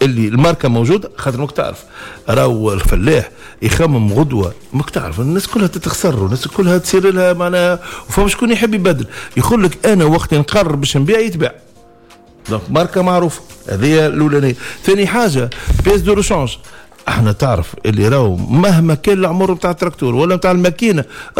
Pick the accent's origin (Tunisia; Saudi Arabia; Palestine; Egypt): Tunisia; عندنا في تونس